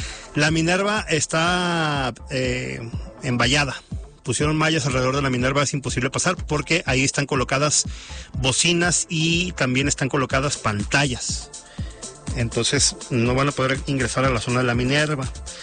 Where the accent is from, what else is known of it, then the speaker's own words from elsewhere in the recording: Mexico; somos muchos mexicanos